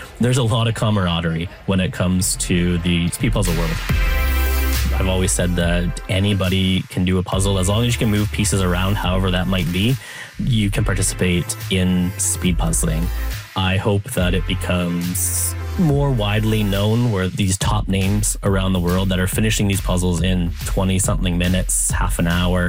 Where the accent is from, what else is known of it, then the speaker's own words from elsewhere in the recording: Canada; I am a Canadian speed puzzler, currently ranked 10th in the country.